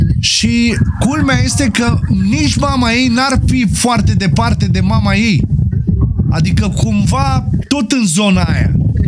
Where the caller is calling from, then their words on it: Bucharest, Romania; Din București vă sun.